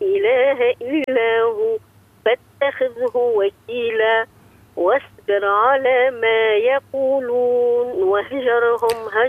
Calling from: Djerba, Medenine, Tunisia

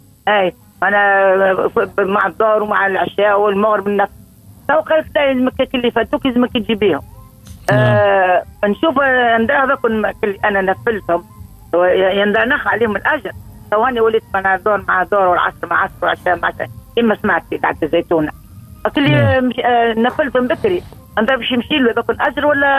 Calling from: Nabeul, Nabeul Governorate, Tunisia

